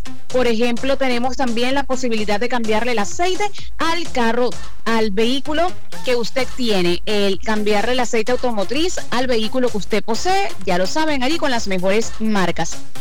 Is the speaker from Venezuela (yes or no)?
yes; Puerto Ordaz, Bolívar, Venezuela; moved away as an adult; also born or lived in Caracas; now in Maturín, Venezuela; Mira, yo nací en Caracas, pero me crié en Puerto Ordaz. Desde los 7 hasta los 26 años que me vine para acá, para Maturín.